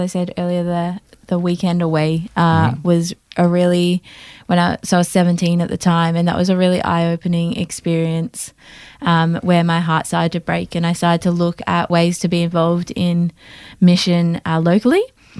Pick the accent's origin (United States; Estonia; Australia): Australia; Because I'm from Australia.